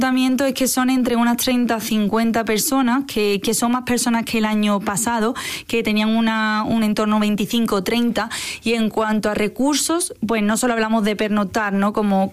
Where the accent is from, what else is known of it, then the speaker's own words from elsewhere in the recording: Seville, Andalusia, Spain; now in Jaén, Spain; yo soy sevillana